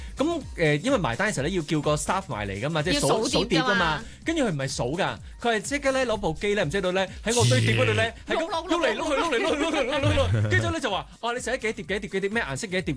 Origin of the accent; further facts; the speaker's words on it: Hong Kong; 我哋香港人